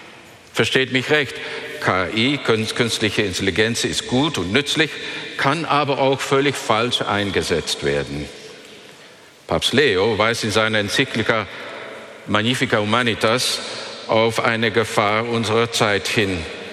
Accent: Netherlands; ich bin ja Niederländer

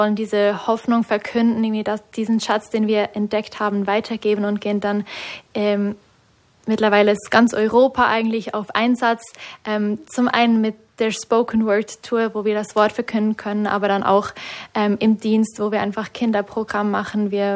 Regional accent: Switzerland; accent: Swiss German; first language Swiss German; German is a second language; auch gerade weil es noch Hochdeutsch ist und meine Muttersprache eigentlich Schweizerdeutsch ist.

